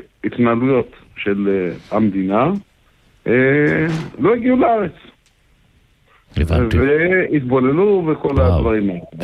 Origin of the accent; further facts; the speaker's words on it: Kfar Chabad, Central District, Israel; אני גדלתי בחב"ד.